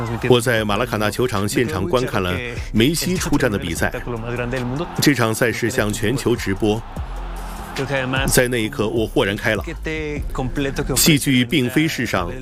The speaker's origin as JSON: {"language": "Chinese", "region": "Mexico City", "country": "Mexico", "tie": "born or raised there", "said": "我年少时就和伙伴们在街上踢球。我在墨西哥城度过了欢乐的童年。"}